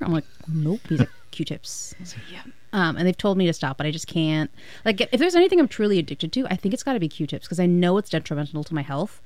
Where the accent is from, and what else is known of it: Minnesota, United States; moved away as an adult; also born or lived in Wisconsin; now in Portland, United States